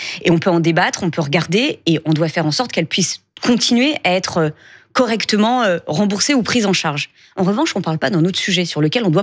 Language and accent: French; France; je ne parle pas d'une famille politique versus une autre, en tant que Français, sont en train de se réduire comme peau de chagrin.